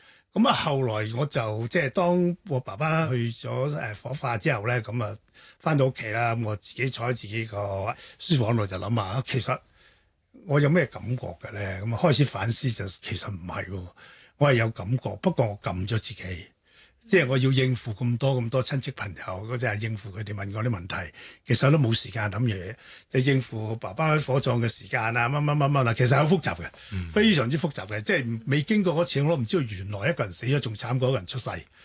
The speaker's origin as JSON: {"language": "Cantonese", "country": "China", "said": "尤其我哋中國人好興話節哀順變啦嚇。"}